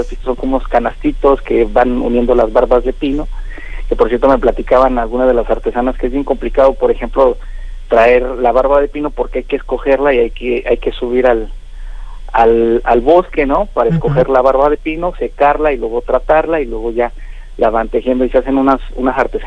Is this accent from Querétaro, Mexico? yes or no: yes; Landa de Matamoros, Querétaro, Mexico; somos el municipio de Landa es uno de los municipios que tiene parte de la Huasteca